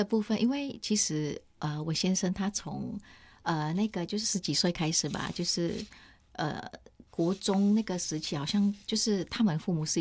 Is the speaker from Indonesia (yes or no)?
yes; Indonesia; first language Indonesian; Chinese is a second language; now in Taiwan; 我是完全没有想过要教我小孩就是印尼话，也是我的母语嘛。